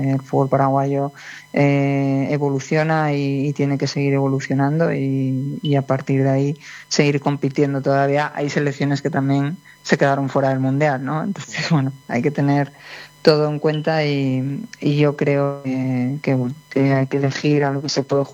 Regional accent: Spain; soy española

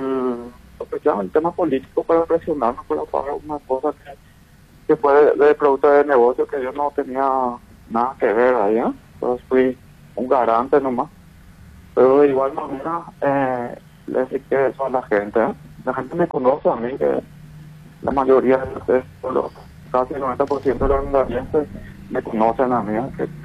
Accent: Hernandarias, Alto Paraná, Paraguay; somos prácticamente de la nueva generación. Y si es que nos cambiamos como hernandariense

